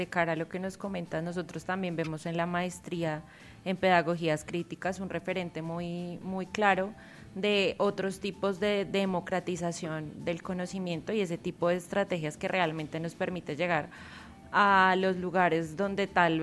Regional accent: Colombia; nosotros como colombianos.

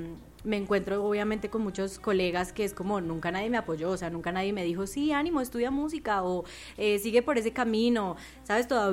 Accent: Pereira, Risaralda, Colombia; Yo nací en Pereira vive toda mi familia, de Pereira es mi abuela

